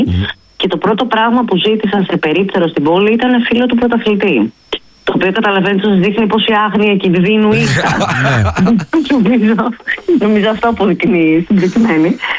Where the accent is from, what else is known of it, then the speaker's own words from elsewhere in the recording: Piraeus, Attica, Greece; moved away as an adult; also born or lived in Thessaloniki; Εγώ μεγάλωσα στον Πειραιά και 18 χρονών βρέθηκα στη Θεσσαλονίκη.